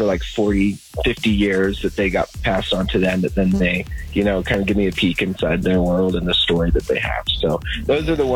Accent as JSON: {"language": "English", "region": "Utah", "country": "United States", "said": "we're from Utah"}